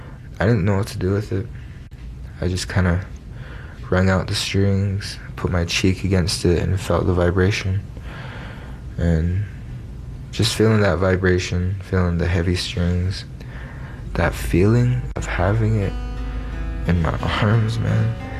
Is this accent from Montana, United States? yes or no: yes; Lame Deer, Montana, United States; I'm from the Northern Cheyenne Reservation, Lame Deer, Montana. I'm 16, gonna turn 17 in 2 months.